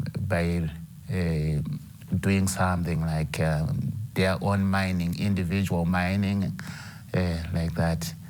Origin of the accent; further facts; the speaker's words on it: Gweru, Midlands, Zimbabwe; born there; I was born in Gweru City. My father was working as a soldier in the Air Force of Zimbabwe at Thornhill in Gweru.